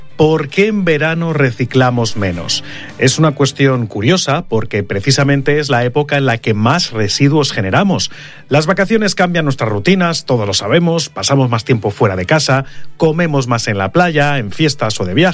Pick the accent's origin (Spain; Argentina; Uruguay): Spain; Cantabria; los cántabros mantenemos un buen comportamiento